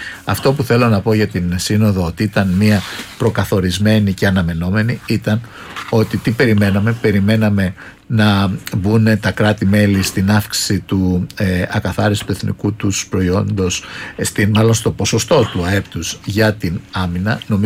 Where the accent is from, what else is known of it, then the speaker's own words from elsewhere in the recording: Greece; Μπορεί εμάς να μην μας αρέσει ως Έλληνες